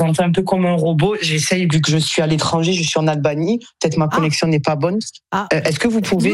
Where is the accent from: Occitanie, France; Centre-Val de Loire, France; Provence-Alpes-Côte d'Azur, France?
Provence-Alpes-Côte d'Azur, France; Marseille; accent: accent du Sud; Oui, je suis née à Marseille. Mes parents sont nés également à Marseille, on est des vrais produits du Sud, comme on dit.